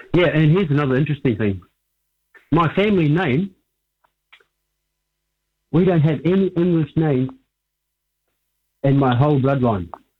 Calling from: New Zealand; I'm from South Coast.

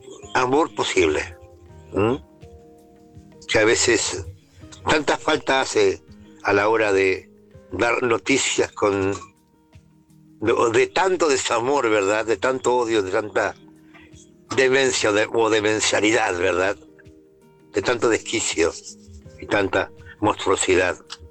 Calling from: Fray Bentos, Río Negro, Uruguay; me comunico desde Fray Bentos, Uruguay. Bien, frente a Gualeguaychú.

